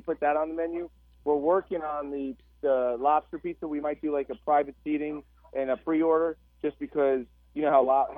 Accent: New York, United States; moved away as an adult; now in Alabama, United States; I grew up in New York.

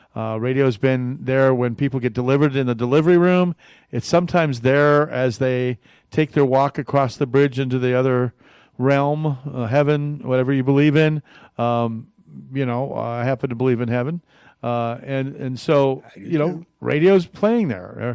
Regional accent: Oelwein, Iowa, United States; moved away; And a big salute to my hometown radio station in Old Wine, Iowa, KOEL.

